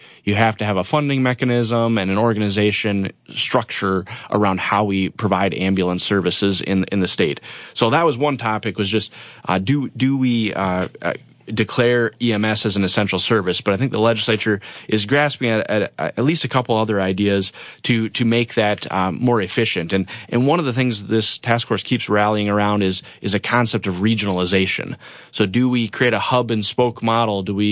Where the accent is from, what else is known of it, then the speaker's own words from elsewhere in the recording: Brookings, South Dakota, United States; and then back home, I'm originally from Brookings, so I called the Sioux Falls area home